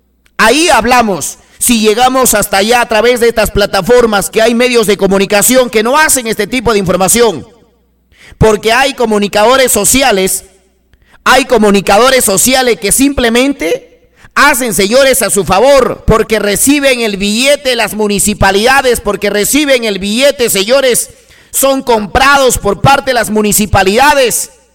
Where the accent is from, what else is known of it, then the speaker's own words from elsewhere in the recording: Peru; nos preocupa a nosotros como peruanos.